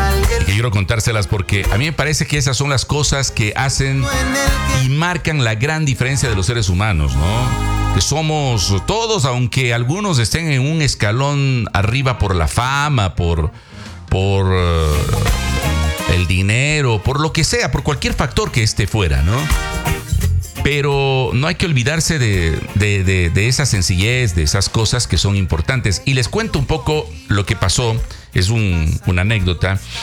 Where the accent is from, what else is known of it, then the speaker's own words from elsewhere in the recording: Cuenca, Azuay, Ecuador; somos cuencanos y ecuatorianos que amamos nuestra tierra